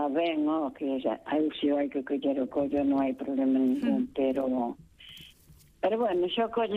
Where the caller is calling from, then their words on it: A Coruña, Galicia, Spain; vivo en Coruña